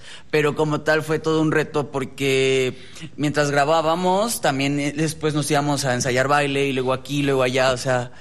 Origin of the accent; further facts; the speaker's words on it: Los Cabos, Baja California Sur, Mexico; Mi familia es de Los Cabos, yo soy de allá de Los Cabos.